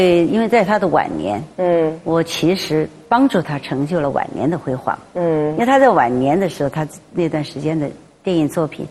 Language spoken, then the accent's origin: Chinese; Sichuan, China; 我们都是四川人